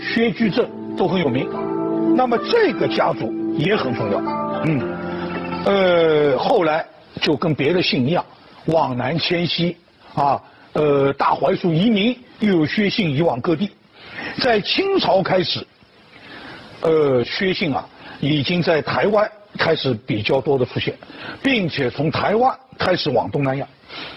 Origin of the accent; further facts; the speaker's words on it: Wuxi, Jiangsu, China; 我的老家无锡有一个非常有名的小吃，王新记小笼包。